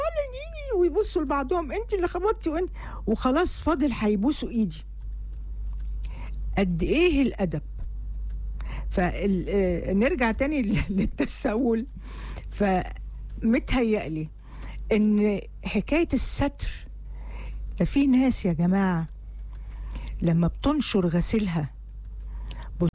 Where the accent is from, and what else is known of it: Egypt